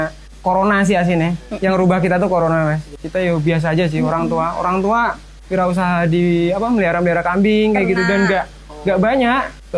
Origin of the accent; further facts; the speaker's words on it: Bogor, West Java, Indonesia; also born or lived in Gunung Kidul; Dulu tuh saya kan lahir di Gunung Kidul, tapi emang kecilnya di Bogor.